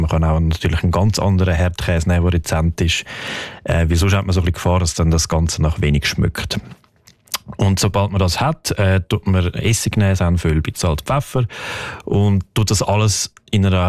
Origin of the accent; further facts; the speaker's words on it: Switzerland; Oder bei uns in der Schweiz kennt man natürlich den Servelab besonders gut.